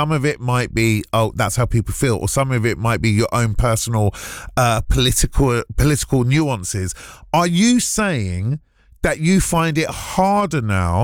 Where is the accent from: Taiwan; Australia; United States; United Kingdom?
United Kingdom; Hounslow, London; I'm from Hounslow